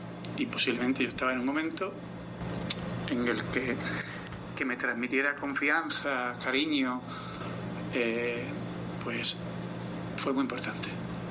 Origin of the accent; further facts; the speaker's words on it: San Fernando, Andalusia, Spain; es mi pueblo, mi ciudad, donde yo empecé jugando al fútbol, donde yo empecé a crecer